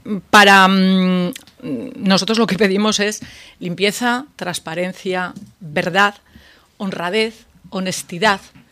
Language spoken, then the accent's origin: Spanish; Teruel, Aragon, Spain; pero como turolense y como aragonesa quiero cero corrupción en mi tierra y no la hay.